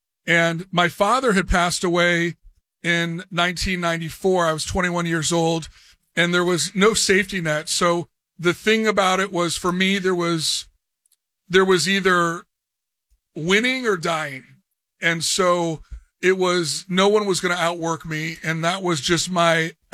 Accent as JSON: {"language": "English", "town": "Los Angeles", "region": "California", "country": "United States", "tie": "born or raised there", "also_born_or_lived": "Detroit", "said": "I was born in Detroit, and we moved to Los Angeles when I was very young."}